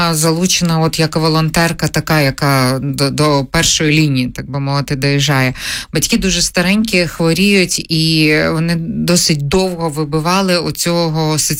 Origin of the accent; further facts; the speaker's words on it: Brovary, Kyiv Oblast, Ukraine; із моїх рідних Броварів